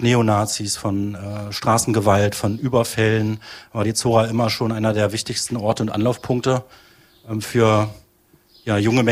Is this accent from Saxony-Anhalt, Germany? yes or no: yes; Halberstadt, Saxony-Anhalt, Germany; born or raised there; moved away as an adult; now in Magdeburg, Germany